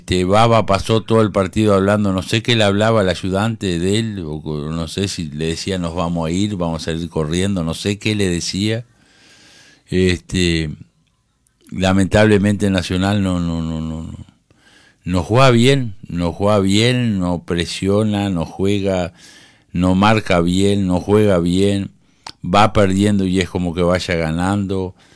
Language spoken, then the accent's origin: Spanish; Uruguay